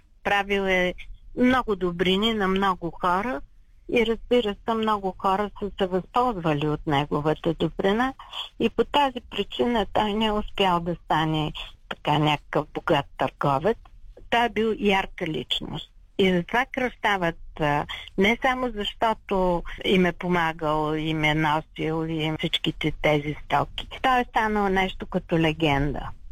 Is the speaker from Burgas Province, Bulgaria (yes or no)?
yes; Burgas, Burgas Province, Bulgaria; Аз много го обичам Бургаса, пак аз съм родена в Бургас.